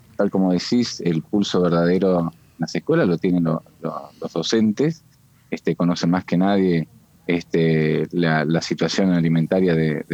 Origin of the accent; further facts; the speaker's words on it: Entre Ríos, Argentina; yo soy de Isla del Ibicuí